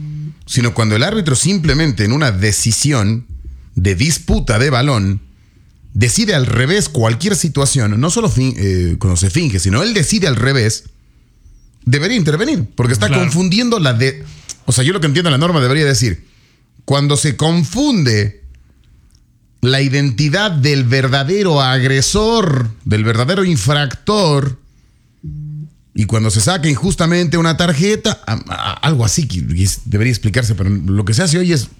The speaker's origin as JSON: {"language": "Spanish", "country": "Chile", "said": "Y aún así, siendo chileno, yo no tengo la sensación de animadversión que el chileno sí tiene contra el argentino"}